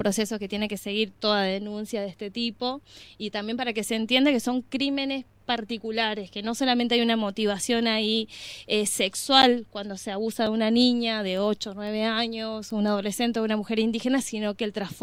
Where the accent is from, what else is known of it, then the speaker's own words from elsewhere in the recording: Salta, Argentina; Soy de Salta.